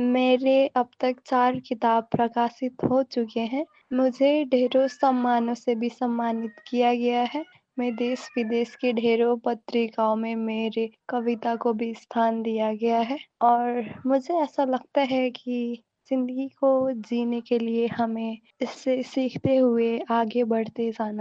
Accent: Kathmandu, Bagmati, Nepal; मैं काठमांडू नेपाल से हूँ।

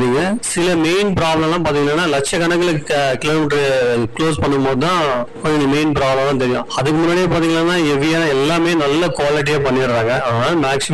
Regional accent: Palacode, Tamil Nadu, India; also born or lived in Hosur; இப்ப பாலக்கோடு எதா என்னுடைய சொந்த ஊரு பாலக்கோடு வந்து பண்ணிட்டு இருக்கிறேன்

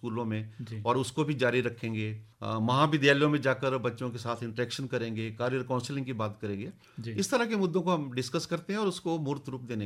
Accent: Ghumarwin, Himachal Pradesh, India; born there; now in Dharamshala, India; मैं घुमारवीं का रहने वाला हूँ, तो जहाँ पैदा हुए हैं वहाँ के साथ हमेशा आपकी अटैचमेंट तो रहती है।

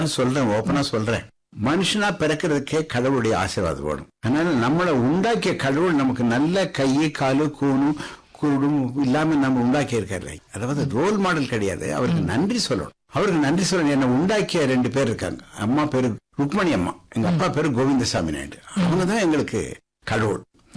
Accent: Tamil Nadu, India; born or raised there

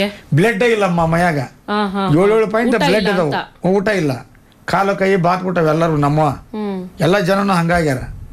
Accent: Lakkundi, Karnataka, India; ಅಮ್ಮ, ನಮ್ಮ ಗದಗ ಜಿಲ್ಲಾ ಗದಗ ತಾಲೂಕು ಸಾಕಿನ ಲಕ್ಕುಂಡಿ ನಮ್ಮೂರು. ನಾವು ಹುಬ್ಳಿಯಲ್ಲಿ ಕೆಲ್ಸಕ್ಕಂತ ಹೋಗ್ತಿದ್ವಿ, ಮನೆ ಪರಿಸ್ಥಿತಿ ಒಂದ್ ಸ್ವಲ್ಪ ಗಂಭೀರ.

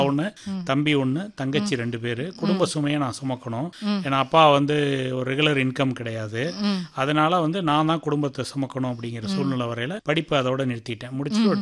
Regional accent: Namakkal district, Tamil Nadu, India; moved away as an adult; also born or lived in Erumapatti, Namakkal district; now in Salem, India; என்னுடைய சொந்த ஊர் நாமக்கல் மாவட்டம், செல்லிப்பாளையம் கிராமம். படிச்சது எல்லாமே எருமப்பட்டியில அரசு மேல்நிலை பள்ளியில தான் படிச்சோம்.

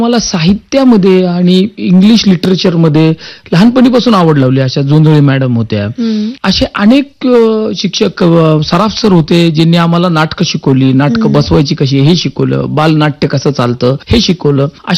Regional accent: Chhatrapati Sambhajinagar, Maharashtra, India; माझं सगळं बालपण या छत्रपती संभाजीनगर मध्ये गेलं आणि जवळपास जुन्या गावामध्ये, ज्याला तुम्ही गुलमंडी, राजा बाजार, समर्थनगर अशा ठिकाणी माझं बालपण गेलं.

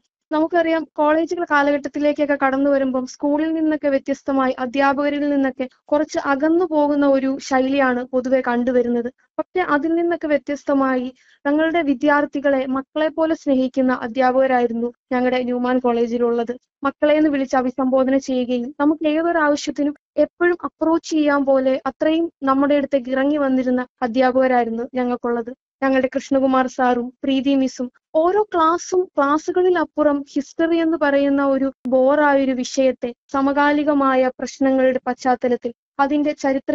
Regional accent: Thodupuzha, Kerala, India; ഞാൻ തൊടുപുഴ സ്വദേശിനിയാണ്. തൊടുപുഴ ന്യൂമാൻ കോളേജിലാണ് പഠിച്ചത്.

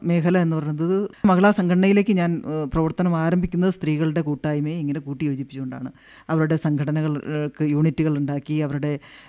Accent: Komalikkudi, Kerala, India; വൈസൻവാലിയിൽ തന്നെ കോമാളിക്കുടി പ്രദേശത്താണ് ഞാൻ ജനിച്ചു വളർന്നത്.

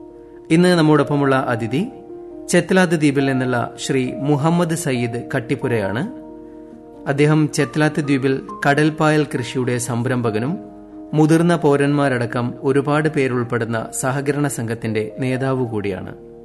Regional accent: Lakshadweep, India

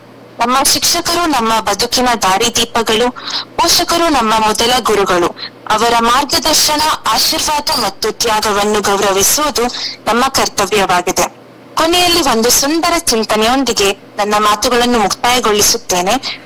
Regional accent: Soppugudde, Karnataka, India; ಸೊಪ್ಪುಗುಡ್ಡೆ.

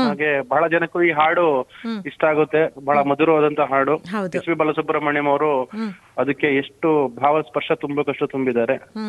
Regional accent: Tumkur district, Karnataka, India; born there; also born or lived in Chikmagalur; now in Mysore, India; ಸ್ವಂತ ಬಂದ್ಬಿಟ್ಟು ತುಮಕೂರು ಜಿಲ್ಲೆ ಪಾವಗಡ ತಾಲೂಕು ಕೆ ಸೇವಲಾಲ್ಪುರ ಅಂತ ಹೇಳಿ ಒಂದು ಗ್ರಾಮ ಮೇಡಮ್. ಈಗ ಮೈಸೂರಿನಲ್ಲೇ ಓದಿ ಮೈಸೂರಲ್ಲಿ ಸದ್ಯ ವಾಣಿಜ್ಯ ತೆರಿಗೆ ಇಲಾಖೆನಲ್ಲಿ ಕರ್ತವ್ಯ ನಿರ್ವಹಿಸ್ತಾ ಇದೀನಿ.

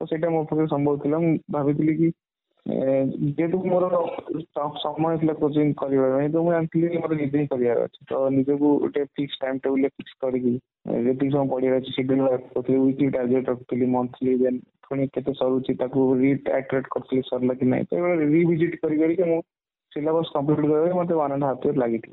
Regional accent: Odisha, India; School ତ ମୋର ପୁରା ଆମ ଗାଁ ସ୍କୁଲ ଥିଲା, ଓଡ଼ିଆ ମିଡିୟମ। ତାପରେ ଆସିଥିଲି ମୁଁ ଫକୀରମୋହନ ବାଲେଶ୍ୱର କଲେଜ ବାଲେଶ୍ୱର, ସେଠି ମୋର +2 ଥିଲା।

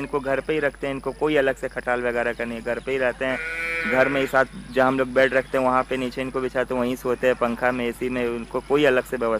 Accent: Jamshedpur, Jharkhand, India; यही गोलमुरी के निवासी हैं।

